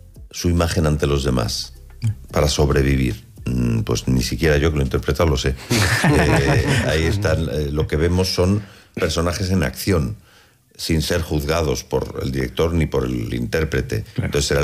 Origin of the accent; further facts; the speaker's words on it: Madrid, Community of Madrid, Spain; una cosa a la que estar atentos como ciudadanos... y como madrileños en esta visita del Papa